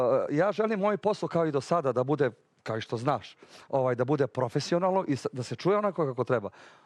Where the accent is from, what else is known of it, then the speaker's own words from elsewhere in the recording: Stari Bar, Bar Municipality, Montenegro; Ja sam iz Starog Vara, tako da smo 70 km udaljeni.